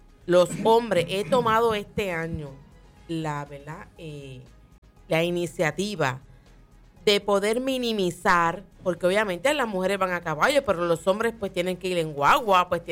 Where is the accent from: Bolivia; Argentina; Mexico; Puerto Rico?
Puerto Rico; Fajardo; yo soy de Fajardo. O sea, Fajardo viene siendo la esquina, ¿sabes? La esquina quizás.